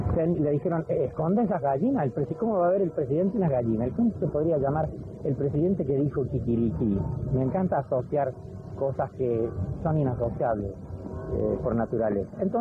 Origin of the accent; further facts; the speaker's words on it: Argentina; moved away as an adult; now in Madrid, Spain; ahí hubo un golpe militar en el año 76, había habido muchos antes, desde el año 30 concretamente, el año de mi nacimiento, ahí empezaron los golpes en mi país. Y bueno, me obligaron a salir de ahí porque era un intelectual